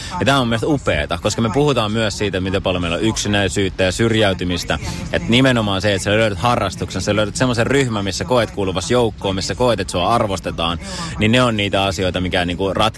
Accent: Espoo, Uusimaa, Finland; itse kun tulen Espoosta

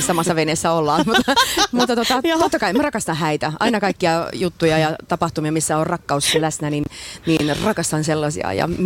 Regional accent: Siilinjärvi, North Savo, Finland; itse kun olen Savosta kotoisin Siilinjärveltä, niin mä tunnistan tämän maaperän

